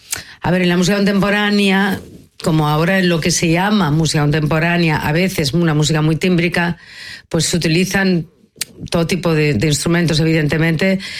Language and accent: Spanish; Catalonia, Spain; cuando estoy en Madrid me siento catalana, cuando estoy en París me siento quizá española, y cuando estaba en Boston me sentía europea